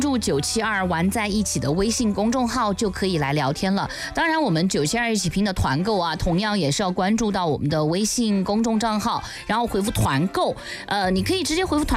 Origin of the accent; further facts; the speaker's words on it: Guiyang, Guizhou, China; 我们生活在贵阳长大